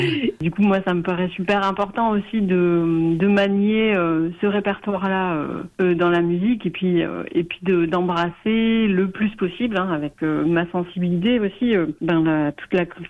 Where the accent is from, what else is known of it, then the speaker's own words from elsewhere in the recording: Nouvelle-Aquitaine, France; Parce que moi, comme j'ai grandi au Pays Basque, donc qui n'est pas du tout loin de l'Occitanie.